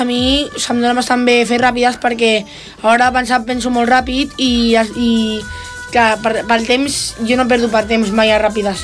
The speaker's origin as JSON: {"language": "Catalan", "town": "Esplugues de Llobregat", "region": "Catalonia", "country": "Spain", "said": "som d'Esplugues"}